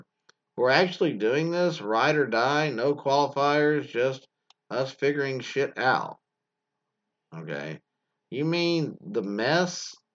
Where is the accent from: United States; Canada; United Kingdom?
United States; Hawaii; born there; I was born in Hawaii to a Chinese-American mom and a Caucasian dad.